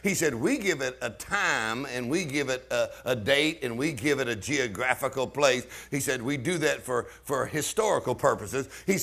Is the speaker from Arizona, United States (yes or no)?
no; Texas, United States; I'm from Texas.